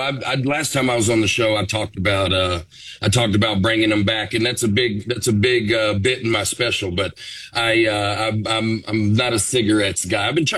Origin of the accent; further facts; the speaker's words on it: Harvest, Alabama, United States; I mean, I grew up out in Harvest, Alabama.